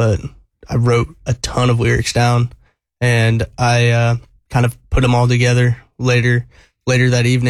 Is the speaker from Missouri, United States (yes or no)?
yes; Missouri, United States; what'd you do growing up in Missouri? I'm like, well, we drank beer and drove around and raised cattle, and that's about all we did.